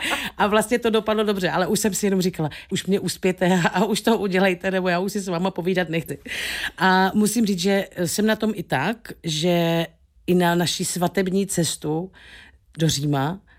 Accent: Šumperk, Olomouc Region, Czechia; jak já pocházím ze Šumperka a začala jsem chodit na základku v těch 90

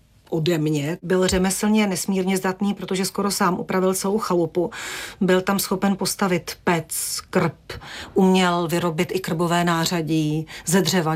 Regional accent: Vimperk, South Bohemian Region, Czechia; až když mi bylo 7 let, tak my jsme k mojí babičce na Solnou Lhotu chodili pěšky, což je z Vimperka, odkud pocházím, nějakých 5-6 kilometrů.

